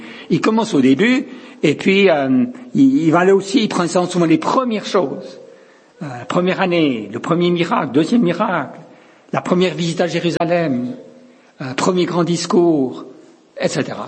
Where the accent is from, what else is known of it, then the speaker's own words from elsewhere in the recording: Lausanne, Vaud, Switzerland; Moi, je suis de Lausanne.